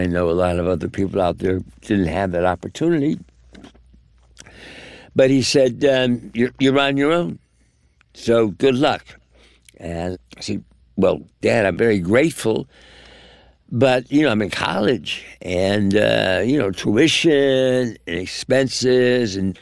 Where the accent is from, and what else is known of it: East Coast, United States; born or raised there